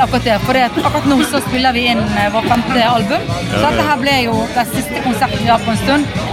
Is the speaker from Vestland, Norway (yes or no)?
yes; Bergen, Vestland, Norway; Jeg fra Bergen.